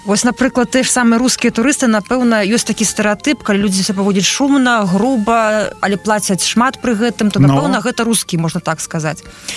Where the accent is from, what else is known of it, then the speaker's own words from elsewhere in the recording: Belarus; І коли американці довідалися, що ми з Білорусі, з громадського сектору, і приїхали по обміну опытом, нам почали давати гроші на то, щоб ми розвивали доброчинність.